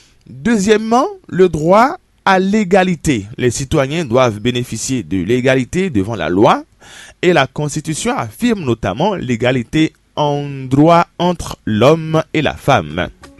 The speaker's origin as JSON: {"language": "French", "country": "Benin"}